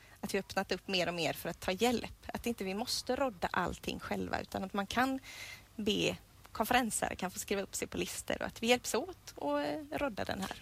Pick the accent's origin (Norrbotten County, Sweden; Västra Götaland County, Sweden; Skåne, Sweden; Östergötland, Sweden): Västra Götaland County, Sweden; Hönö; Jag kommer här från Hönö och växte upp i Hönö missionsförsamling och varit med på Hönökonferensen alla år sedan jag var liten.